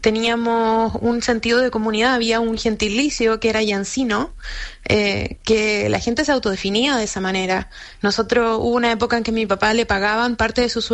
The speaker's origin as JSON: {"language": "Spanish", "town": "Chillán", "region": "Ñuble", "country": "Chile", "tie": "born or raised there", "said": "A mí no me tocó vivir esa época, yo crecí en Chillán"}